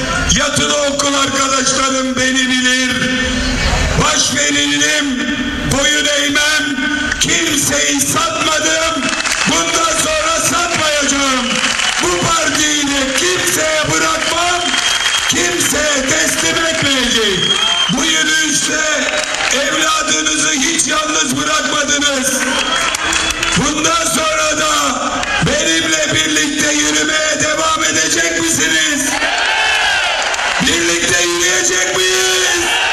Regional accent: Manisa, Turkey; Buradan kendi memleketimden söylüyorum. Kendi memleketimden söylüyorum.

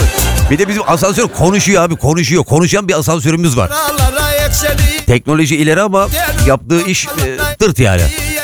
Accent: Istanbul, Turkey; ben Aksaray Yenikapı'da doğup büyüdüm.

